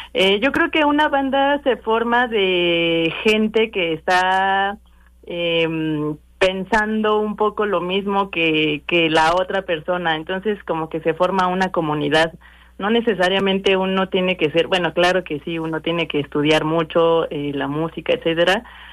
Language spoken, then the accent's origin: Spanish; Mexico City, Mexico; muchos de nosotros, de los integrantes, no somos de Guerrero ni de Oaxaca, somos de aquí de la ciudad